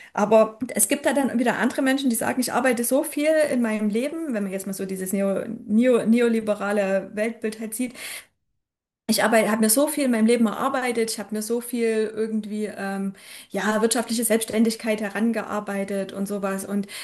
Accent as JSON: {"language": "German", "region": "Saxony", "country": "Germany", "tie": "born there", "moved": "yes", "said": "ich komme aus dem Erzgebirge und bin auch ganz anders aufgewachsen und erzogen"}